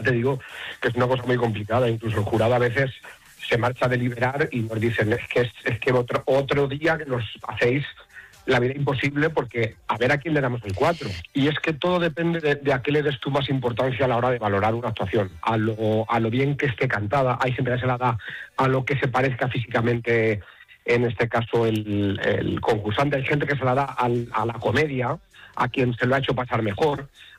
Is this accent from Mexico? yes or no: no; Cuenca, Castilla-La Mancha, Spain; also born or lived in Albacete; yo soy de Cuenca, pero también me considero un poco de Albacete.